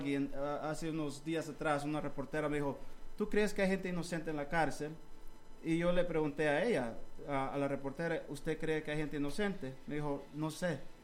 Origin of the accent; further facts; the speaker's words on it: El Salvador; Somos los mismos salvadoreños en un lugar y en otro.